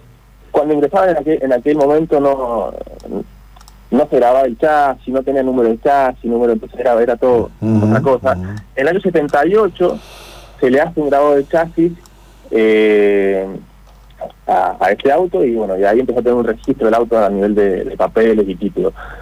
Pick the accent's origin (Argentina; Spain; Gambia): Argentina; eso me llena de orgullo a mí como argentino